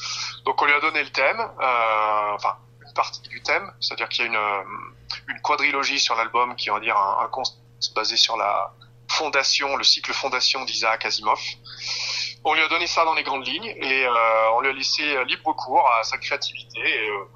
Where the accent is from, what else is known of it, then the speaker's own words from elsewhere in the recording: Auvergne-Rhône-Alpes, France; originaire des alentours de Saint-Étienne